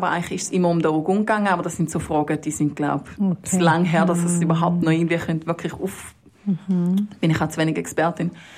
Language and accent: German; Switzerland; als Schweizerin